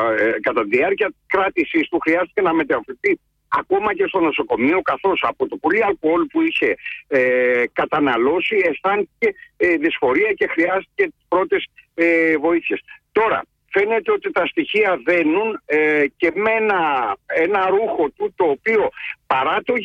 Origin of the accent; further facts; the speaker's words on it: West Greece, Greece; moved away; εκεί στην πατρίδα μου, στην Αχαΐα